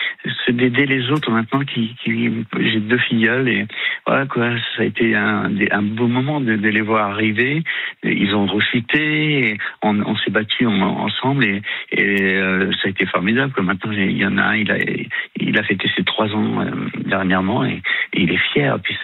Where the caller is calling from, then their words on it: Nantes, Pays de la Loire, France; je suis sur Nantes